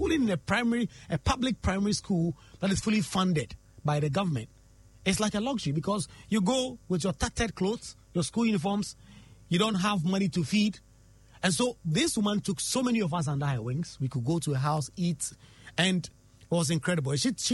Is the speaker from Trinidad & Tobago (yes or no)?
no; Nangese, Eastern Region, Ghana; I grew up in Nangese. It's a community around Suhum and Koforidua. In fact, it's in the middle of Suhum and Koforidua. The regional capital is Koforidua, Eastern Regional Capital, Koforidua.